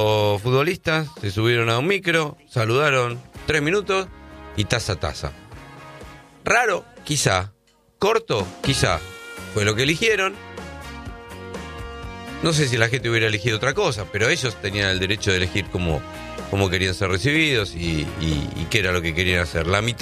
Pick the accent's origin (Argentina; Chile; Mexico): Argentina; somos argentinos